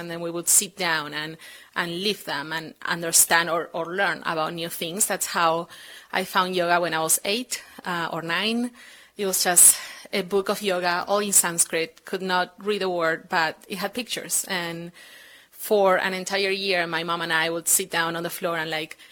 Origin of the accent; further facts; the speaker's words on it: Buenos Aires, Argentina; moved away; I'm from Buenos Aires, a very nightlife culture